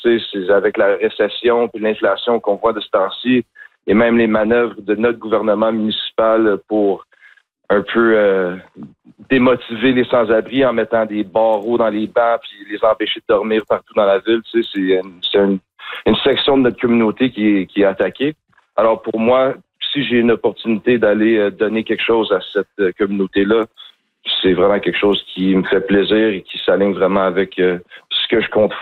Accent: Montreal, Quebec, Canada; Tu sais, moi, je viens de Saint-Henri. J'ai vécu autour de Saint-Henri de dernier 14 ans de ma vie.

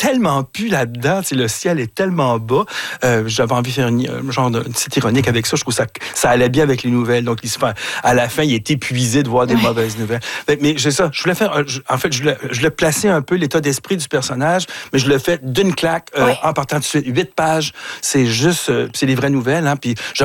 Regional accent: Montreal, Quebec, Canada; Je suis un vrai Montréalais né ici. J'ai jamais traversé les ponts, mais presque, tu sais. Je suis toujours sur l'île.

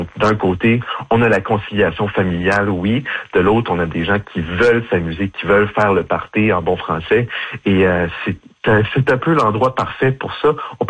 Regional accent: Havre-Saint-Pierre, Quebec, Canada; moved away; moi, j'ai grandi en partout à Saint-Pierre. Je suis allé à l'école là-bas

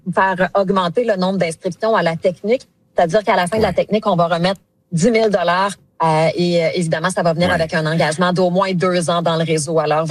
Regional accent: Quebec, Canada; on a la population la plus vieillissante chez nous en Gaspésie, particulièrement dans la baie des Chaleurs.

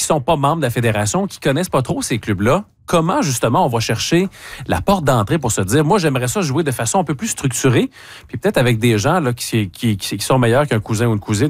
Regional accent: Quebec, Canada; les championnats du monde qui sont chez nous au Québec?

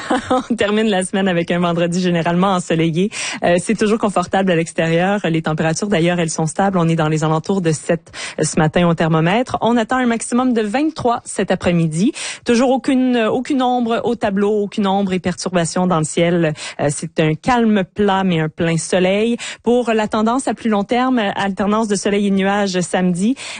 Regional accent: Quebec, Canada; s'il y a une région qui est populaire au Québec pour pratiquer ce sport, eh bien oui, c'est chez nous, en Haute-Mauricie

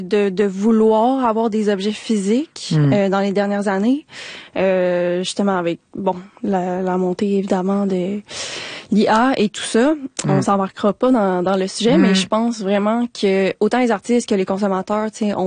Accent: Quebec City, Quebec, Canada; now in Montreal, Canada; je viens de Québec.

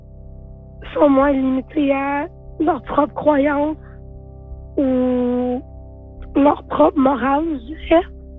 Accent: Hearst, Ontario, Canada; en tant que personne queer, en grandissant ma classe à Hearst. J'ai jamais connu une autre personne qui était comme moi.

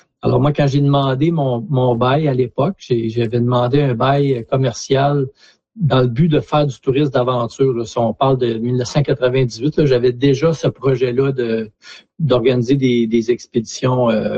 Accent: Gagnon, Quebec, Canada; now in Monts-Gros, Canada; je suis originaire de Gagnon à la base, là, une ville minière là, qui était un peu au sud de Fermont. Et à l'époque, quand Gagnon existait, la route existait pas là, c'est-à-dire la Gagnon était complètement isolée.

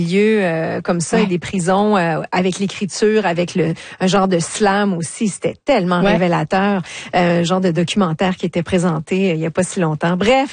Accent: New Brunswick, Canada; certains milieux carcéraux ici chez nous au Nouveau-Brunswick.

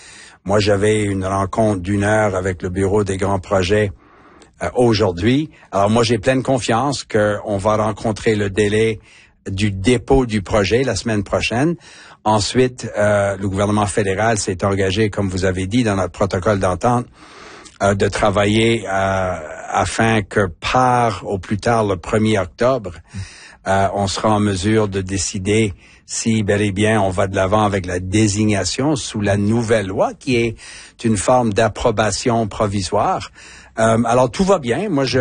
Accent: New Brunswick, Canada; moi, je viens des provinces de l'Atlantique, de l'Acadie, au Nouveau-Brunswick.

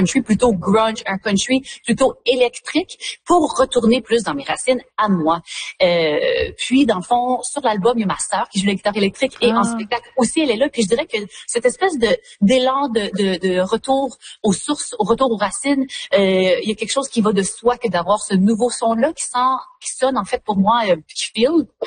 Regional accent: Quebec, Canada; moved away as an adult; also born or lived in Yukon; je mets beaucoup en valeur finalement mes racines, puis le Québec, puis de où je viens, puis cette dualité géographique, donc aussi culturelle, identitaire, qui m'habite, qui m'a toujours habité finalement depuis que je suis partie du Québec en 2007

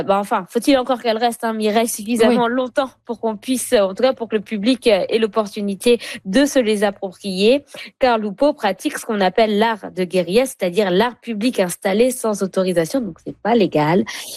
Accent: France; moved away; Moi, c'est pareil. À mon accent, vous l'avez reconnu. Hein. Moi, j'ai grandi en France

